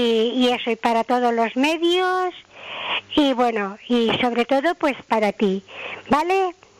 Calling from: Balearic Islands, Spain; de Senoliva.

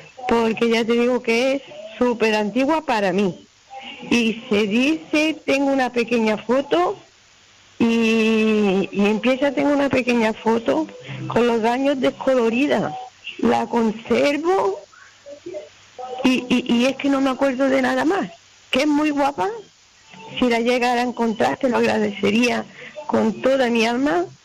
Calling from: Porreres, Balearic Islands, Spain; Mira, Manu … de Porreras y te llamaba porque esta canción hace mucho tiempo que me la dieron mi hermano.

